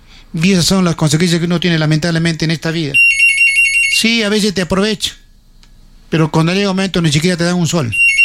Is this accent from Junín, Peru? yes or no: no; Arequipa, Peru; born there; mi distrito, Cerro Colorado, donde yo nací